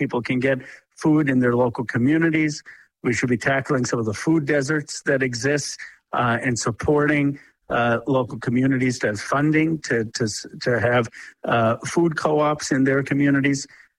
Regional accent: Pennsylvania, United States; That used to be the American dream when I was growing up in Bucks County, Pennsylvania.

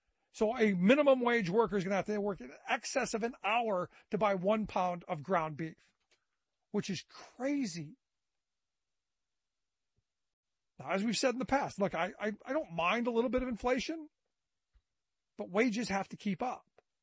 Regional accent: Cleveland, Ohio, United States; I go back to my hometown of Cleveland.

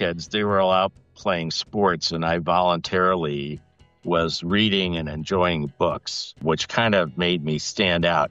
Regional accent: Indianapolis, Indiana, United States; born there; moved away; So I was born in Indianapolis, Indiana in the 60s

